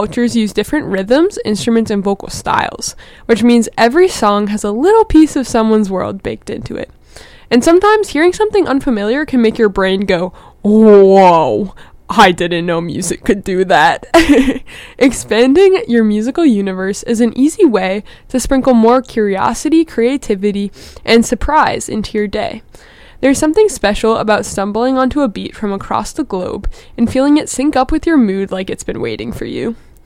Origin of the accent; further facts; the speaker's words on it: Massachusetts, United States; I'm from Massachusetts, if you didn't know